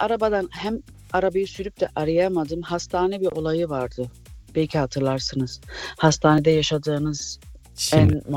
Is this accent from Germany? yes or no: no; Akçay, Balıkesir, Turkey; Ben Akçay Balıkesirliyim.